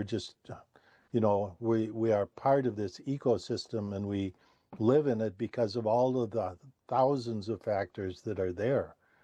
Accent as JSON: {"language": "English", "country": "Ireland", "said": "I'm Irish, you know, grew up a Catholic."}